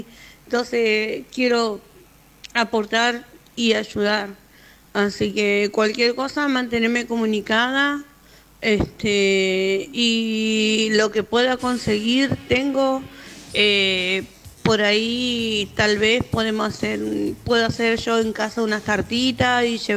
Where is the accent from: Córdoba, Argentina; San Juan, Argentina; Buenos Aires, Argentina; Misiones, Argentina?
Buenos Aires, Argentina